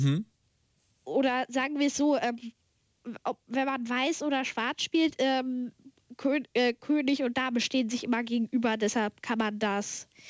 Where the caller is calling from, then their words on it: Hanover, Lower Saxony, Germany; Ich komme aus Hannover und rufe auch von dort gerade an.